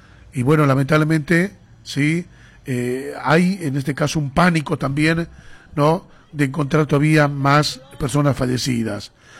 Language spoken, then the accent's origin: Spanish; Bolivia; nuestro país Bolivia